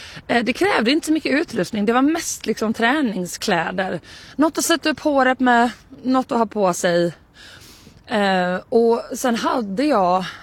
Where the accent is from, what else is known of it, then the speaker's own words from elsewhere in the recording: Karlskrona, Blekinge, Sweden; Jag ska också säga att jag är uppväxt i en mindre stad, jag kommer ju från Karlskrona.